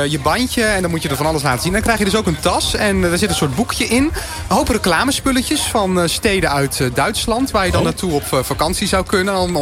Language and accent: Dutch; Gelderland, Netherlands; En dat bij ons op de Veluwe, daar kom ik vandaan.